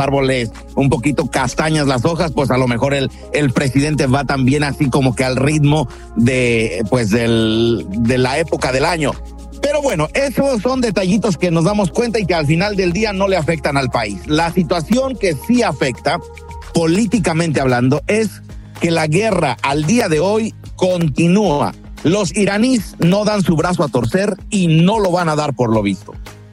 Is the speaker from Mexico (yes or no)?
yes; Mexico; por supuesto, por supuesto, a nosotros como mexicanos eso no nos gusta, porque creo que nuestro país tiene muy bien definido su territorio